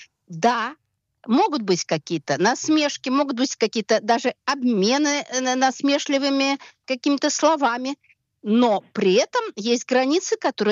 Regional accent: Russia; now in Israel; я давно уехала из России, не могу сказать, насколько это в России сегодня допустимо

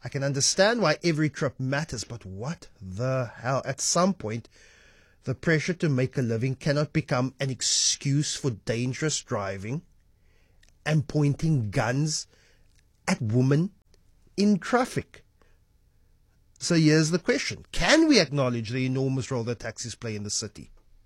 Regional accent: South Africa; I am a South African man.

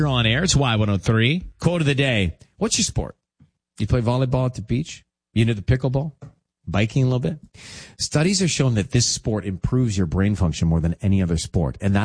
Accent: Atlanta, Georgia, United States; I had a ping pong table in the basement when I was growing up in Atlanta.

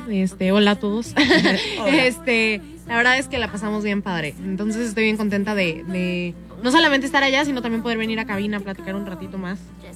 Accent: Querétaro, Mexico; Me encantaría tal vez llevarlo a Querétaro, de donde soy

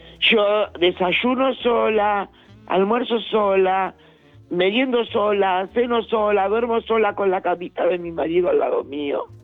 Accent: San Martín, Buenos Aires Province, Argentina; also born or lived in Mar del Plata

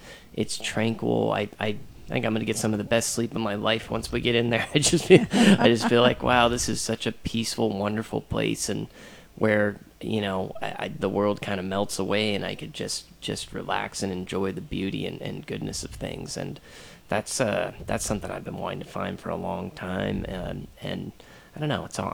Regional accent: Santa Barbara, California, United States; born there; also born or lived in Solvang, California; I grew up in Solvang until I was about seven. Parents divorced, ended up in Santa Barbara with my mom

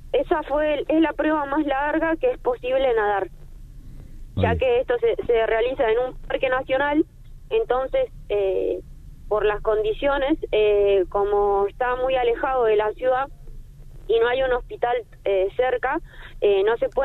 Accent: General Roca, Río Negro, Argentina

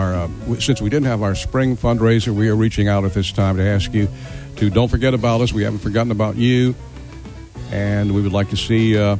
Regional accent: New Iberia, Louisiana, United States; I actually enjoy being here in New Iberia, my hometown. I just live. I can walk here in about 10 minutes.

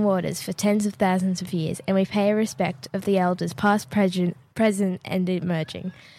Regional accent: New South Wales, Australia; born there; I am a Maori woman and I was born on Gumbangye land.

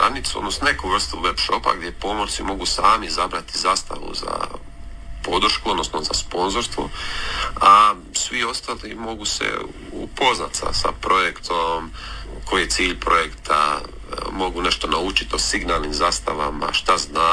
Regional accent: Orebić, Dubrovnik-Neretva County, Croatia; also born or lived in Split; dolazim sa Pelješca, točno iz Orebića.

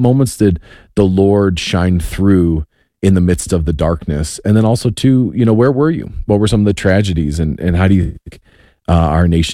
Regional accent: Wheaton, Illinois, United States; We grew up in I grew up in Wheaton, Illinois.

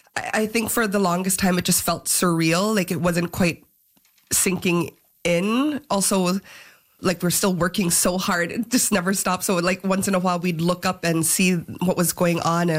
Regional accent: Nunavut, Canada; like when they hear I'm from the Arctic or from Nunavut and that I'm Inuit, or, you know, sometimes I didn't know what Inuit was, so I'd have to use the E word to like orient them.

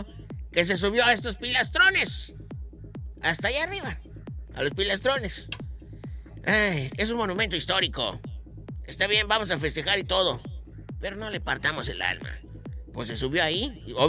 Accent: Yucatán, Mexico; Somos muy apapachadores, yucatecos, los mexicanos

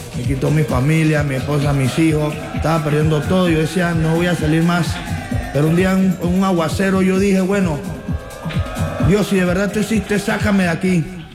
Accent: Panama City, Panamá, Panama; Y yo nací, yo crecí en una ciudad en Panamá, en la capital, se llama San Miguel, donde el traidor de la droga estaba a la puerta de tu casa.

